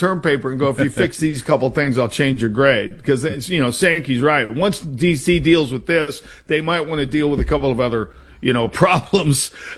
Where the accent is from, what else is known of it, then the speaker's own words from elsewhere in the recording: Iowa, United States; moved away; It's so good. And because it just reminds me of growing up in Iowa.